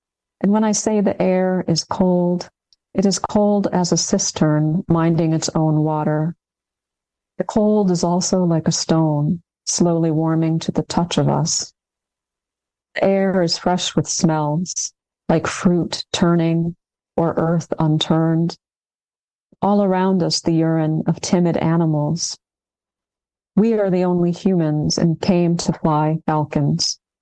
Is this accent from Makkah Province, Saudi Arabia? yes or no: yes; Jeddah, Makkah Province, Saudi Arabia; was a young girl memorizing Quran and living in the city of Jeddah, my hometown, we were very isolated from the West.